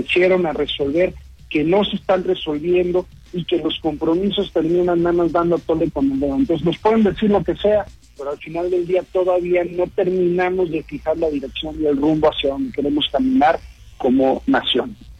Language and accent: Spanish; Mexico; no terminamos de hacer un consenso de hacia dónde estamos caminando como mexicanos